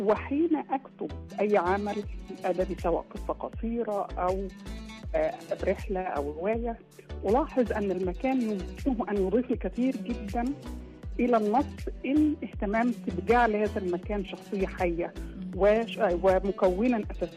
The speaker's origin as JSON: {"language": "Arabic", "country": "Egypt", "tie": "born or raised there", "moved": "yes", "lives_now": "Cairo, Egypt", "said": "لأنني كتبت في أماكن بعيدة عن بلدي الأصلي، سواء حتى بداية من الكتابة في القاهرة وأنا نشأت في القرية الصغيرة"}